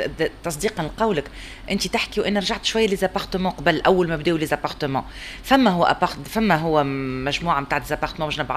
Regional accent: Tunisia; انا كمواطن تونسي

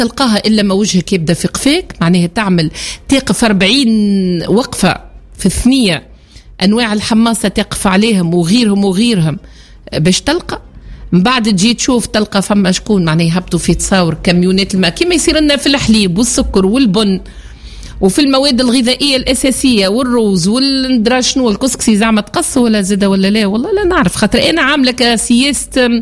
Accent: Tunisia; في بلادنا تونس

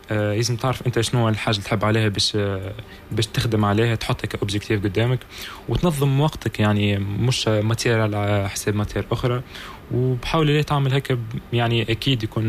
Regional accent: Gafsa, Gafsa Governorate, Tunisia; منطقتي قفصه اللي يعني الواحد ينتمي لها

